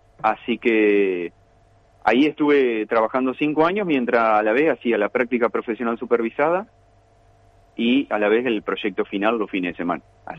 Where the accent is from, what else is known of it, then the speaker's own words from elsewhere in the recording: Valle María, Entre Ríos, Argentina; ambos somos oriundos ahí de Valle María